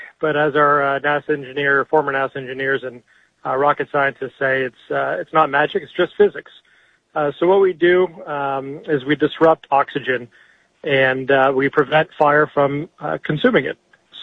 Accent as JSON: {"language": "English", "town": "Altadena", "region": "California", "country": "United States", "tie": "born or raised there", "said": "Early on, I witnessed the LA fires in my hometown of Altadena, and in looked at that devastation."}